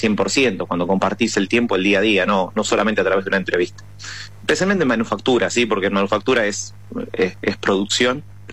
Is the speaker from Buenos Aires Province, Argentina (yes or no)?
yes; Coronel Suárez, Buenos Aires Province, Argentina; now in Buenos Aires, Argentina